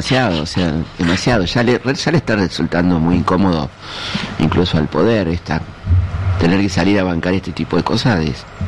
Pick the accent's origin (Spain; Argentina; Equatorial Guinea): Argentina; porque somos argentinos